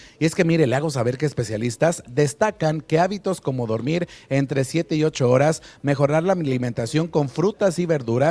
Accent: Mexico; las familias mexicanas

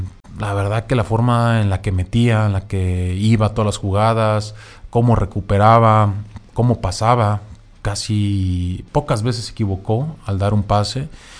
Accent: Mexico; todo lo que queremos como mexicanos aficionados

